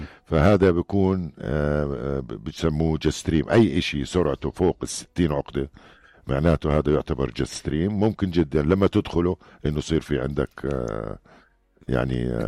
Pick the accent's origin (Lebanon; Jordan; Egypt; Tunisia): Jordan; هون عندنا بالاردن